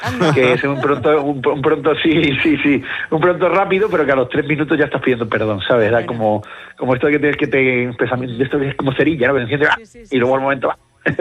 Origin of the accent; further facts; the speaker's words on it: Cádiz, Andalusia, Spain; yo además me crié en Cádiz